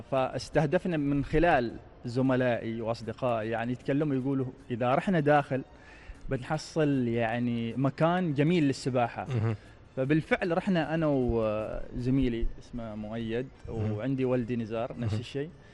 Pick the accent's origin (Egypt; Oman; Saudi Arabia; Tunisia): Oman; عن بلادنا عمان وعن صلالة